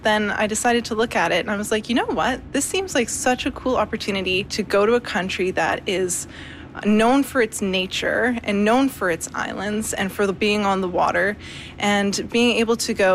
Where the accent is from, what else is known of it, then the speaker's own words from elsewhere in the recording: Barrier, British Columbia, Canada; I'm from Barrier, British Columbia